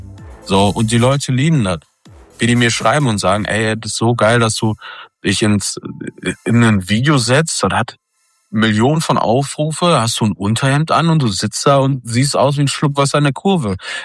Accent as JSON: {"language": "German", "town": "Essen", "region": "North Rhine-Westphalia", "country": "Germany", "tie": "born or raised there", "accent": "Ruhrpott", "said": "Ich bin Pottler, ich bin groß geworden im Pott. Also ich wurde auch schon aus Jobs rausgeschmissen wegen meiner Artikulation."}